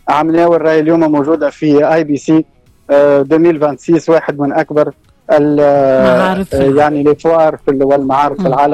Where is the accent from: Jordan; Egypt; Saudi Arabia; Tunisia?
Tunisia; جينا من تونس كمصدرين للتكنولوجيا